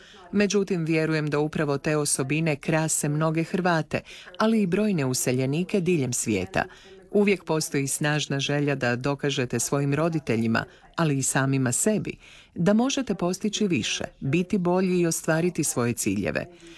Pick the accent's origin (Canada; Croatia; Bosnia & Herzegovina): Canada; Ja sam odrasla u Kanadi, ali odgojili su me hrvatski roditelji.